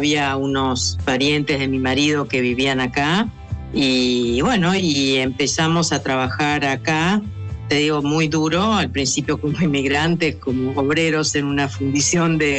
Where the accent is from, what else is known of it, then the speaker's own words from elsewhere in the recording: Argentina; moved away as an adult; now in Bologna, Italy; No, no tengo acento de italiana. Soy un poco un mix. Soy, sí, nacida y criada en Argentina. Tengo, pero mis padres de raíces alemanas y prácticamente desde el 84 que vivo en Italia con idas y venidas. Diría que en total son hace 25 años que vivo en Bolonia